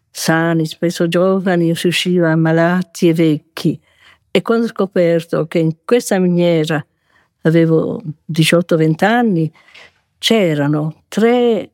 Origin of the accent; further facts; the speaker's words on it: Sardinia, Italy; molti del mio paese di origine, che era un paese del cuore della Barbagia.